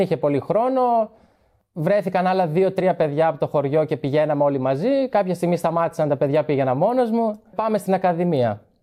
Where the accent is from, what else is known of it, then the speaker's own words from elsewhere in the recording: Trikala, Central Macedonia, Greece; Τρίκαλε Μαθίας.